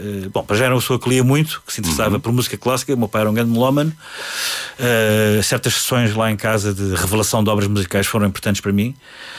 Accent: Lisbon, Portugal; born there; Portanto, mas nasci em Lisboa, mas não sou um lisboeta típico, como outros, não é?

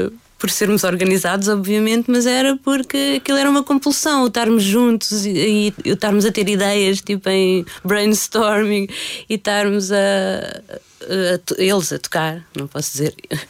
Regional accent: Lisbon, Portugal; also born or lived in Rifana; Eu, apesar de ter vivido sempre em Lisboa, tecnicamente não nasci em Lisboa, nasci numa aldeia chamada A Rifana

